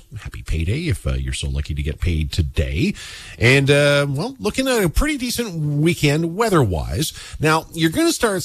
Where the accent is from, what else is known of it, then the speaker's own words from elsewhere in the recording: Saskatchewan, Canada; as we all know, growing up in Saskatchewan, the weather can change within a heartbeat.